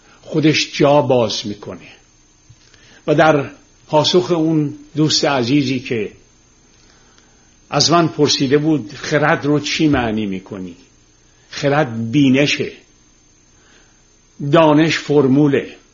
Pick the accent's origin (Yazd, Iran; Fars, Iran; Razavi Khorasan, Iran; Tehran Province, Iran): Tehran Province, Iran; Tehran; من روزی که خیابون و کوچه های تهران رو تیر میذاشتم که سیم برق بکشن یادمه.